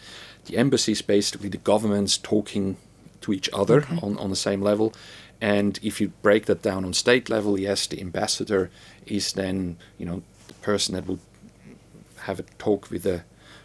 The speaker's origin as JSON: {"language": "English", "country": "Switzerland", "moved": "as an adult", "lives_now": "Adelaide, Australia", "said": "if you come from Switzerland, you know, people will always ask you where you're from, even after 20 years, and they hear my accent"}